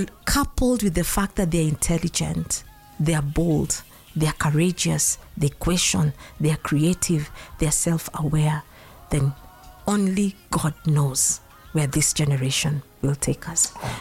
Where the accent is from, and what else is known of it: Kenya; also born or lived in Kisumu